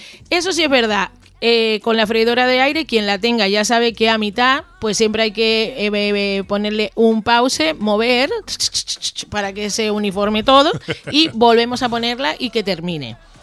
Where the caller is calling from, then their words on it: Tacoronte, Canary Islands, Spain; de Tacoronte, que por cierto, ya estamos de fiesta.